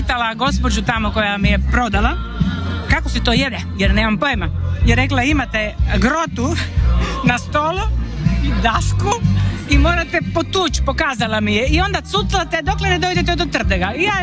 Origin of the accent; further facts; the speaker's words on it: Pazin, Istria County, Croatia; now in Poreč, Croatia; Živim u Poreću, ali sam rodom Pazinjanka.